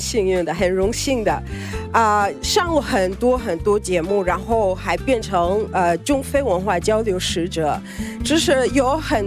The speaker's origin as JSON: {"language": "Chinese", "country": "Kenya", "second_language": "Chinese", "moved": "as an adult", "lives_now": "China", "said": "我是来自肯尼亚的"}